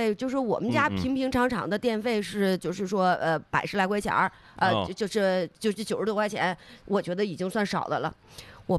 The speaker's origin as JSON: {"language": "Chinese", "region": "Northeast China", "country": "China"}